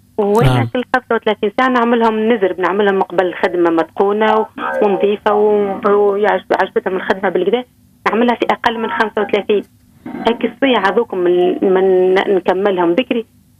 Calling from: France; من فرنسا.

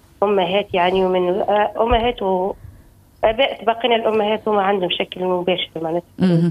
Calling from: Mahdia, Mahdia Governorate, Tunisia; من المهدية.

